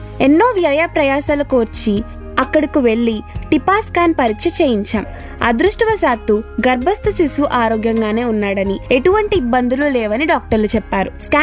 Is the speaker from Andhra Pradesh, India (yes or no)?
yes; Macherla, Andhra Pradesh, India; మాది గుంటూరు జిల్లా మాచెల్ల. నాన్న వెంకటేష్, ఆర్ఎంపి డాక్టర్.